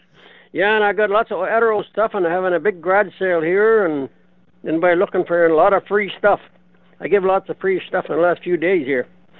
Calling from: Manitoba, Canada; Yes, I'm calling from the sunny Interlake.

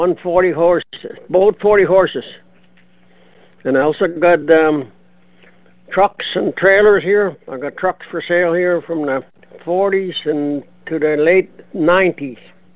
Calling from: Manitoba, Canada; Oh, I'm calling from Erksel area.

